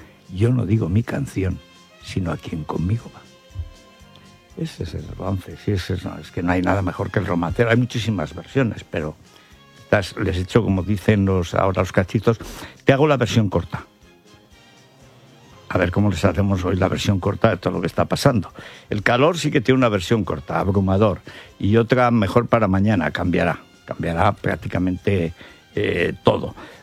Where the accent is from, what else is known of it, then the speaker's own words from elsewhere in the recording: Aragon, Spain; No, sí, pero yo, porque soy aragonés, pero tengo razón.